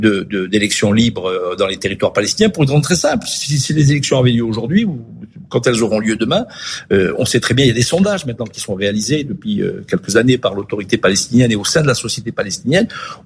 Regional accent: France; pas simplement en tant que juif, mais en tant que français, tout simplement.

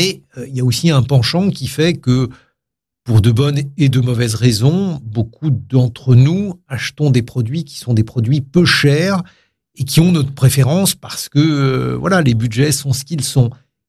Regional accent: France; Nous sommes français, on est français depuis que la France s'est faite.

